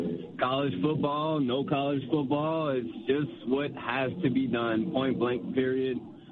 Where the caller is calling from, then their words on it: Houma, Louisiana, United States; I am from Houma, Louisiana, about an hour and 15 minutes southwest of New Orleans.